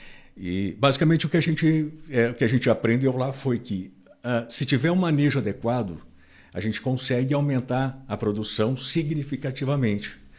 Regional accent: Minas Gerais, Brazil; now in Brasília, Brazil; eu sou mineiro.

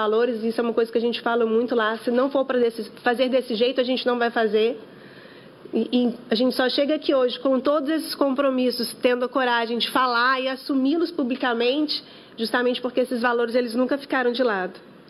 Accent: Minas Gerais, Brazil; porque eu, como mineira, devo tudo a Minas. Foi onde eu nasci, onde eu cresci

